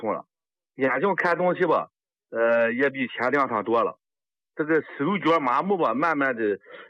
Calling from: Linyi, Shandong, China; 常老师，我是山东临沂的。

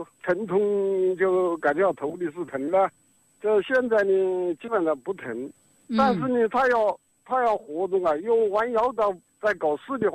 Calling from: Xiantao, Hubei, China; 我仙桃的。

